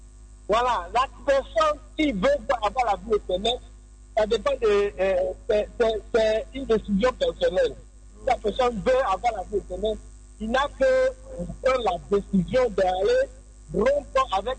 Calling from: Abidjan, Côte d’Ivoire; Je suis à Faya, je suis dans la ville.

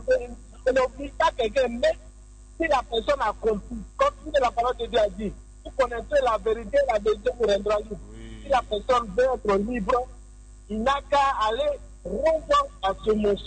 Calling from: Abidjan, Côte d’Ivoire; Je suis à Faya, je suis dans la ville.

